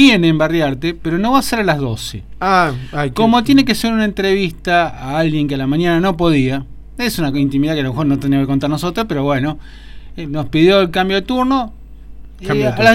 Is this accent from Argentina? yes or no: yes; Argentina; somos complicados los argentinos